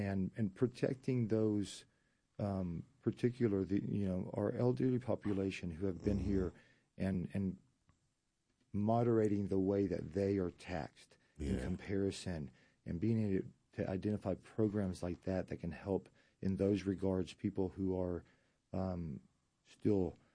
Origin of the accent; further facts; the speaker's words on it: Argentina; English is a second language; moved away as an adult; I grew up in Argentina. Spent my first 21 years of life pretty much were there.